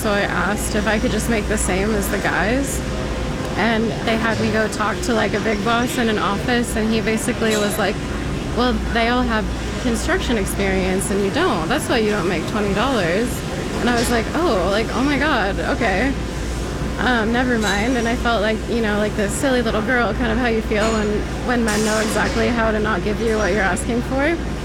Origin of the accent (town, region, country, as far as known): West Coast, United States